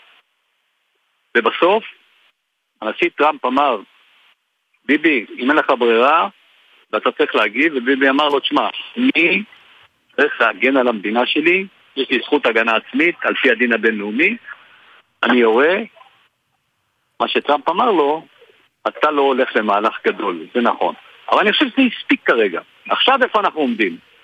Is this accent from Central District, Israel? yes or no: no; Northern District, Israel; אני גדלתי בצפון דרך אגב, אני נולדתי במושב זה אליעזר וגדלתי והתחנכתי שם.